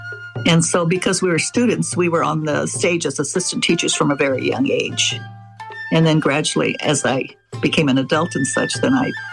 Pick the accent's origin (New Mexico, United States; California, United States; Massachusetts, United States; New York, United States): California, United States; San Jose; San Jose, where I'm from, my hometown, is unique in that we may have, we probably have the largest Obon dance festival.